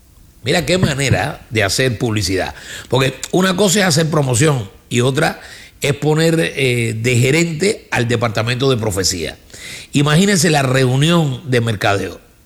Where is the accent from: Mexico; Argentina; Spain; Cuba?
Cuba; now in Miami, United States; así somos los cubanos.